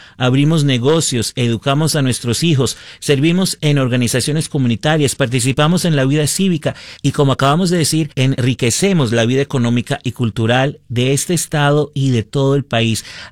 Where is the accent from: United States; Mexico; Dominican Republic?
United States; Utah; Yo soy de origen colombiano. Aquí casi que no había restaurantes colombianos. Yo no recuerdo haber visto nunca un restaurante, por ejemplo, venezolano cuando crecí aquí en Utah a comienzos de los 2000.